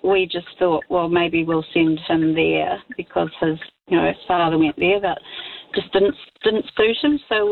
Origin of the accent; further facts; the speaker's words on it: Dunedin, Otago, New Zealand; moved away; But we're originally from Dunedin.